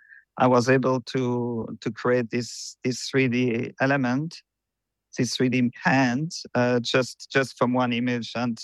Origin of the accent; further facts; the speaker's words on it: Switzerland; moved away; I come from Switzerland originally.